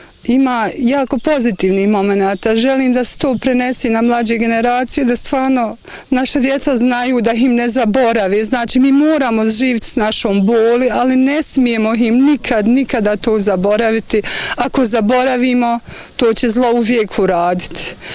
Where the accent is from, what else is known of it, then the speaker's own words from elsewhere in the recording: Trnjača, Republika Srpska, Bosnia & Herzegovina; Dolazim iz Trinjače, to je opština Zvornik.